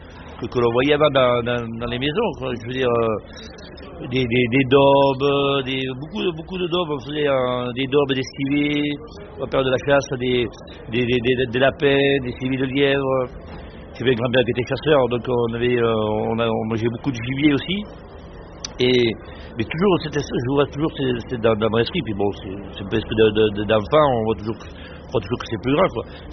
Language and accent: French; Provence-Alpes-Côte d'Azur, France; chez nous, en Provence, on a beaucoup de légumes et de bons légumes.